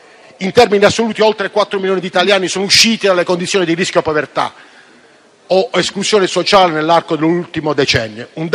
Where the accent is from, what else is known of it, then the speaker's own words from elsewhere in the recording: Bari, Apulia, Italy; Io sono di Bari, una città del sud